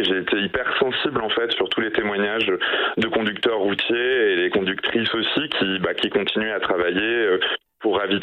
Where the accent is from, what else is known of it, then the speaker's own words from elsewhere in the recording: Bayeux, Normandy, France; moved away as an adult; also born or lived in Brest; now in Paris, France; je suis né à Brest, mais j'ai grandi à Bayeux, près de Caen.